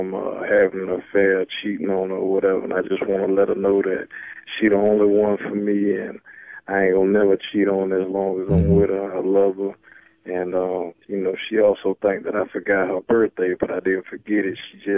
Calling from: Tampa, Florida, United States; I'm calling from Tampa, Florida.

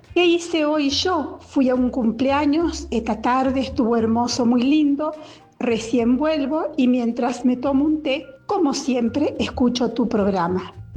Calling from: Jujuy, Argentina; de Jujuy.

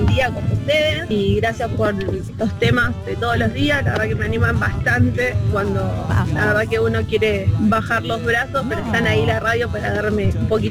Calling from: Quilmes, Buenos Aires Province, Argentina; soy de Quilmes.

